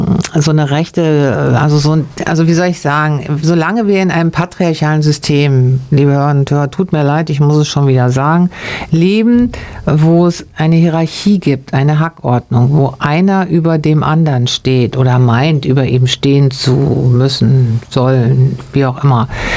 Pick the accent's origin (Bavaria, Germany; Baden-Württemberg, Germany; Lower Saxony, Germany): Lower Saxony, Germany; Hann. Münden; born there; ich war Anfang 20, ich bin in Hanmünd zur Schule gegangen.